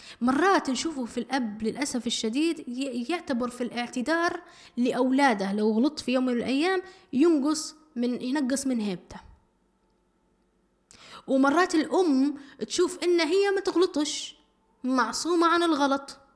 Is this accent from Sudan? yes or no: no; Libya; احنا كليبيين وناس بيتية وأهل ومتربيين تربية سليمة وتربية صحية